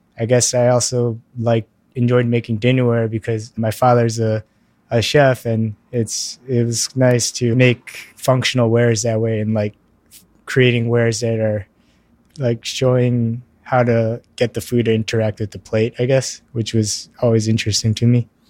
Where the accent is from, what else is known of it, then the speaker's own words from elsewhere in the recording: United States; born there; I'm Korean, or my parents are from Korea, and so I'm Korean American because I was born in America.